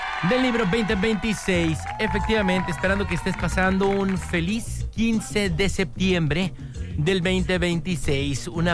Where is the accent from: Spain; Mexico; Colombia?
Mexico; born there; Haber nacido mexicano, qué maravilla haber nacido en estas tierras. Qué maravilla decir, ajá, efectivamente, provengo, soy de México para el mundo.